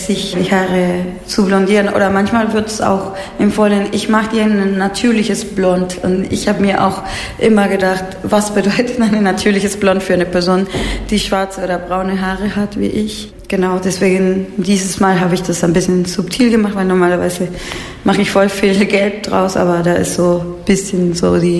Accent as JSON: {"language": "German", "country": "Peru", "moved": "yes", "lives_now": "Berlin, Germany", "said": "ich komme aus Peru und ich gehe oft hin"}